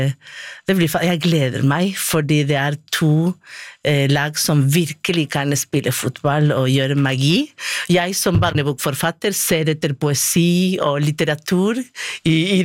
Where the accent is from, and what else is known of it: Argentina; Norwegian is a second language; now in Norway